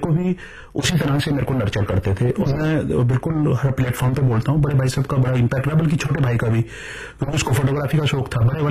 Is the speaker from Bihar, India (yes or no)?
no; Delhi, India; also born or lived in Himachal Pradesh / Rohtak; मेरा जन्म तो दिल्ली में आनंद पर्वत जगह है, वहां पर हुआ और मैं लेकिन मूल रूप से हिमाचल से बिलोंग करता हूँ और पढ़ाई भी जो है वो दिल्ली में ही